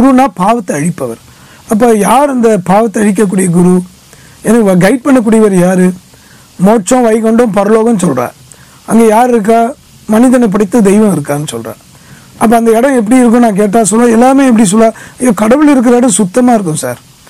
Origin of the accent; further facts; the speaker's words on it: Chennai, Tamil Nadu, India; நான் சென்னையில் பிறந்தவன்.